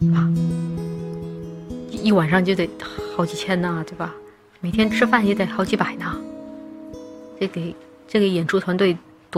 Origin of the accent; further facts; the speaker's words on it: Chongqing, China; 我是重庆人嘛，我们那边说话很多带儿化音的